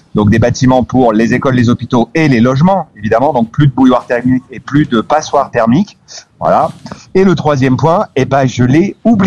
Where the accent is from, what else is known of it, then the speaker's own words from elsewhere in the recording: France; en tant que Français